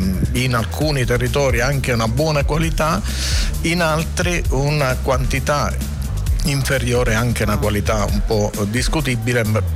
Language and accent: Italian; Abruzzo, Italy; Come abruzzesi siamo un po' così.